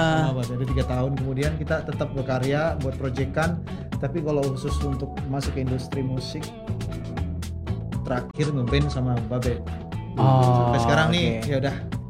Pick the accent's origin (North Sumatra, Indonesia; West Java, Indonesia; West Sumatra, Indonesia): North Sumatra, Indonesia; Medan; Sebenarnya karena saya asli dari Medan ya. Di Medan juga aku udah buat album 2005 itu.